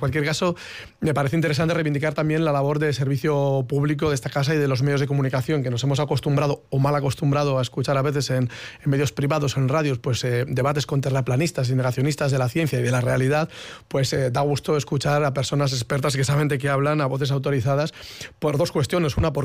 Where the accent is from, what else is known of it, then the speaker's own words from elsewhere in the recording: Karrantza, Basque Country, Spain; yo soy de Carranza